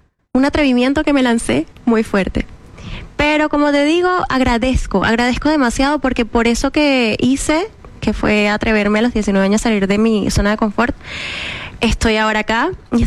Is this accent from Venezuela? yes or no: yes; Venezuela; moved away as an adult; Y yo salí de Venezuela cuando tenía 19 años.